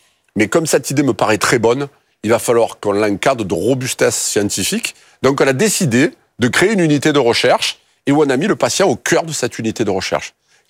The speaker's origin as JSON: {"language": "French", "town": "Marseille", "region": "Provence-Alpes-Côte d'Azur", "country": "France", "accent": "Marseille", "said": "mon authenticité s'entend toujours, pique un peu les yeux, mon accent c'est un peu l'ail. Mais en fait, c'est d'où je viens, c'est mon histoire en fait."}